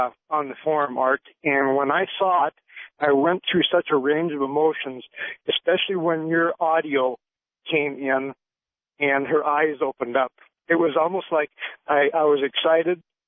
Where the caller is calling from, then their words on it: Montana, United States; Well, right now I'm up in Montana.